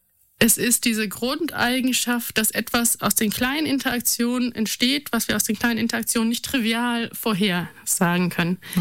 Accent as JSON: {"language": "German", "country": "Germany", "tie": "born there", "said": "Ich bin in einer Welt aufgewachsen, als Westdeutsche"}